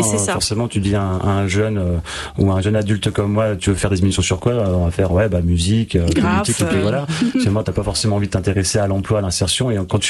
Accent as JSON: {"language": "French", "region": "Grand Est", "country": "France", "tie": "born or raised there", "said": "c'était moi qui viens du Toulois."}